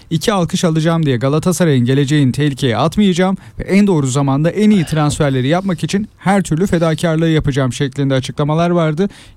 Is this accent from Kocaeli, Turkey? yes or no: yes; Derince, Kocaeli, Turkey; Tabii güzel. Ben orada doğdum büyüdüm.